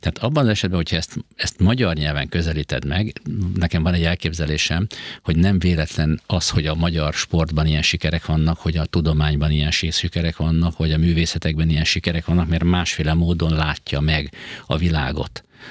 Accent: Hungary; born there; nekem itt van dolgom, azért születtem ide.

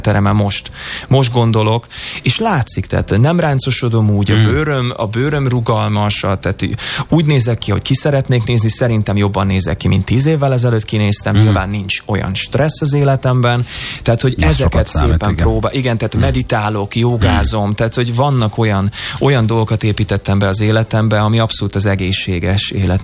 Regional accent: Hungary; now in Los Angeles, United States; nagyon szeretem nyilvánvalóan, hiszen azon nőttem föl a magyar kaját, rengeteget főzök, de ami fontos, hogy én közben Kaliforniában élek

